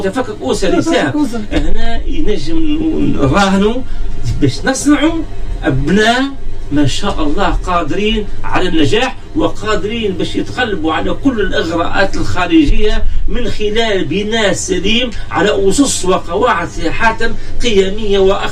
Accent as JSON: {"language": "Arabic", "country": "Tunisia", "said": "عندنا في تونس"}